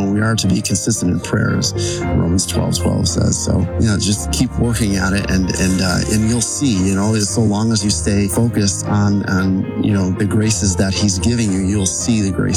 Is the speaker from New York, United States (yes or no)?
yes; Orchard Park, New York, United States; I'm from Orchard Park, New York.